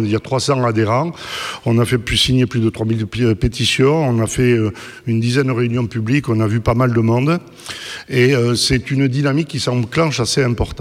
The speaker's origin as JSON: {"language": "French", "area": "Aspe Valley", "region": "Nouvelle-Aquitaine", "country": "France", "tie": "born or raised there", "said": "je milite à la CNT, je suis prof et je suis originaire de Vallée d'Aspe."}